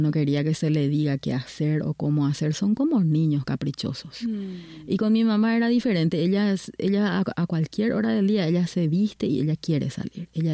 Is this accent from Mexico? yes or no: no; Paraguay; moved away as an adult; now in Canada; vengo de Paraguay y hace 9 años que estoy viviendo en Canadá, en forma intermitente, yendo a Paraguay y volviendo a Canadá durante todo este tiempo